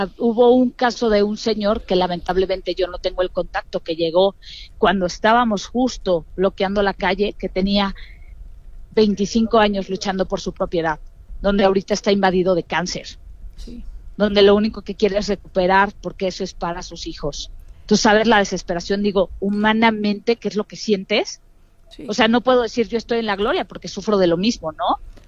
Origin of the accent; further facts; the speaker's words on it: Mexico; yo amo México, soy mexicana y lo amo